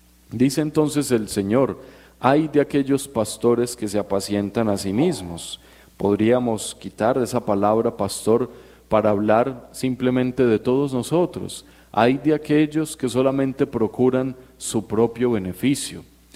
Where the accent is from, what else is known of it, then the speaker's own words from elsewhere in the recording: Antioquia, Colombia; accent: paisa; yo soy, hablo paisa, yo no soy nigeriano